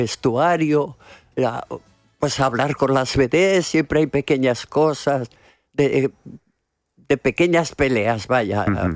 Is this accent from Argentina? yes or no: no; Aragon, Spain; siendo la maña de siempre